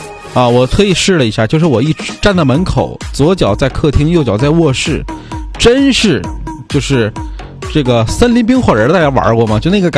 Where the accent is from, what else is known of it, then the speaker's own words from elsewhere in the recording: Northeast China, China; 作为东北人吧，咱们这边比较干，这是大家是有共识的。